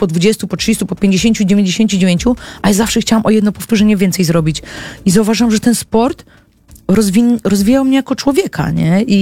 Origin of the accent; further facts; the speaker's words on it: Olsztyn, Warmian-Masurian Voivodeship, Poland; Ja jestem z Olsztyna i był Stomil Olsztyn.